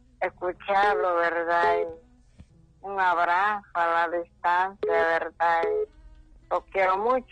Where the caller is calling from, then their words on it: Tegucigalpa, Francisco Morazán, Honduras; Villanueva, sector 7A.